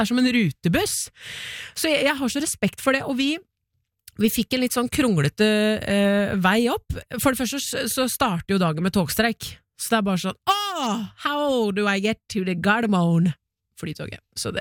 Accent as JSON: {"language": "Norwegian", "town": "Porsgrunn", "region": "Telemark", "country": "Norway", "tie": "born or raised there", "said": "den låten her vokste jeg opp med i Porsgrunn"}